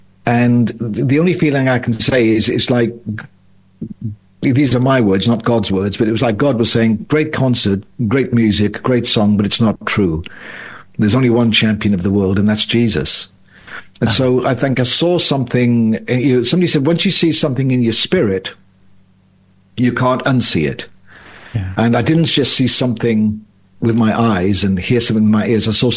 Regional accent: Wales, United Kingdom

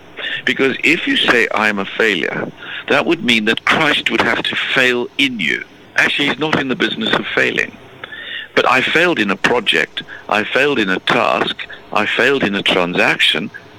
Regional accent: South Africa; moved away as an adult; Well, I grew up in South Africa, went to university there, studied law and philosophy.

